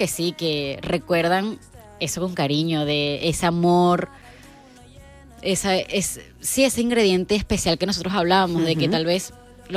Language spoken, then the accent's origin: Spanish; Venezuela; moved away; Estuvo conmigo desde que yo nací hasta que yo me fui de Venezuela.